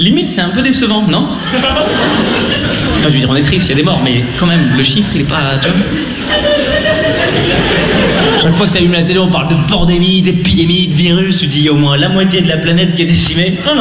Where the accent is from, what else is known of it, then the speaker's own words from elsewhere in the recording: Lausanne, Vaud, Switzerland; Moi, je viens de Lausanne.